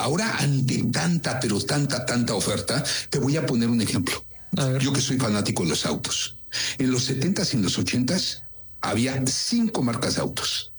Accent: Yucatán, Mexico; si hay gente exigente, somos los yucatecos. Son ustedes, somos nosotros.

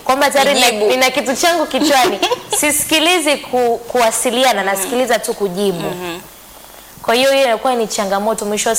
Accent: Tanzania; Mimi na wewe sisi ni Watanzania, tunaongea Kiswahili.

